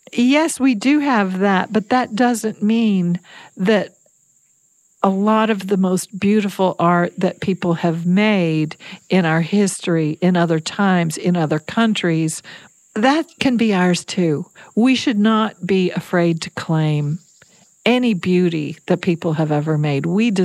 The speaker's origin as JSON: {"language": "English", "region": "Kentucky", "country": "United States", "tie": "born or raised there", "said": "And finally in Lexington was an hour and a world away from where I grew up in Kentucky."}